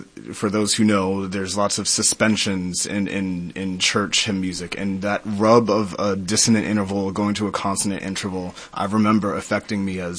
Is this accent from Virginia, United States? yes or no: yes; Virginia, United States; moved away; I'm from Virginia originally.